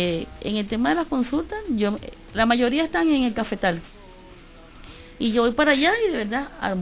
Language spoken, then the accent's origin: Spanish; Baruta, Miranda, Venezuela; todos somos baruteñas y baruteñas, todos somos venezolanos y venezolanos